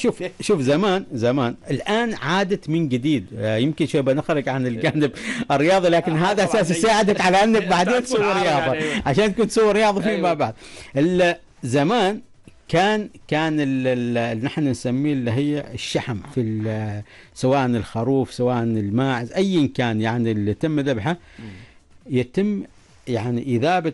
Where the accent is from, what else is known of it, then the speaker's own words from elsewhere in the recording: Oman; العيد هنا في عمان.